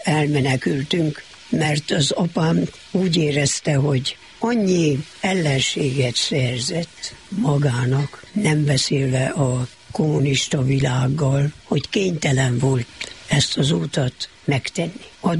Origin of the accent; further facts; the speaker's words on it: Okland, Harghita, Romania; now in Miercurea Ciuc, Romania; Oklandon éltem le az életemet, amíg otthon voltam. Ott jártam iskolába, már 5 éves koromban mentem az iskolába